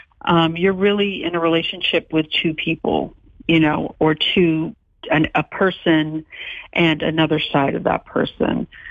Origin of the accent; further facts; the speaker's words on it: Boston, Massachusetts, United States; also born or lived in Brookline; growing up in Brookline and Boston at that time.